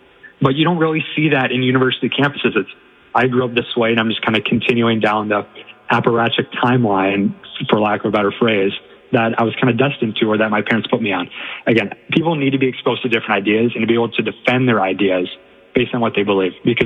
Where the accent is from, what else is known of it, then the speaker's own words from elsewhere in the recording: Minnesota, United States; Yeah, I live right now and I grew up about 30 minutes south of the Twin Cities. So Minneapolis is kind of my second home away from home.